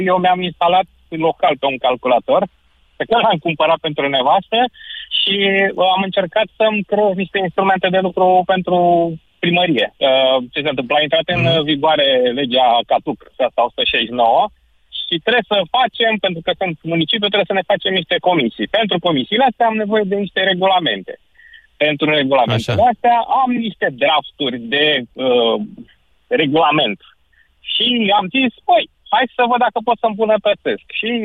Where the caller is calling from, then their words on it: Târgu Jiu, Gorj County, Romania; Salut! Sunt arhitectul șef din Târgu Jiu, mai exact.